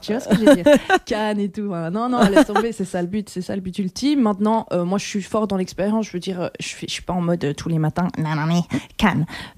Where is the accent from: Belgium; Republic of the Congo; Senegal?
Belgium; Charleroi, Wallonia; now in Walloon Brabant, Belgium; Je viens de Charleroi à la base, donc toute ma famille vient de Charleroi. Mais je vis dans le Brabant Wallon